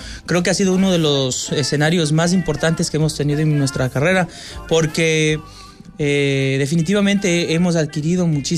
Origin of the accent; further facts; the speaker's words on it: Quito, Pichincha, Ecuador; Yo soy de Pichincha.